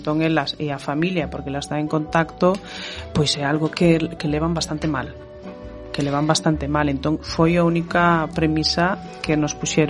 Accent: Galicia, Spain; somos galegos a retranca.

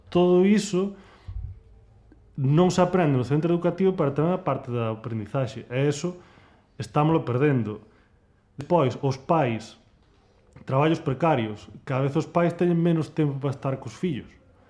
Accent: Laxe, Galicia, Spain; Eu son de Laxe.

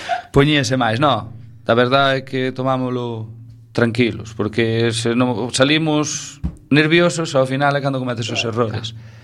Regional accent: Arteixo, Galicia, Spain; Sí, bueno, eu son de Arteixo.

